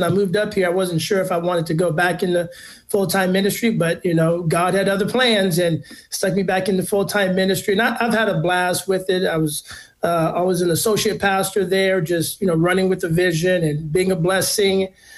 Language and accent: English; San Antonio, Texas, United States; moved away as an adult; now in Nashville, United States; And I'm originally from San Antonio, Texas.